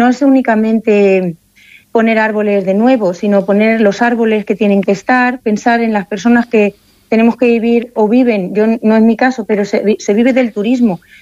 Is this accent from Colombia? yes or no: no; Castile and León, Spain; Yo soy de Castilla-La León y tú eres de Castilla-La Mancha.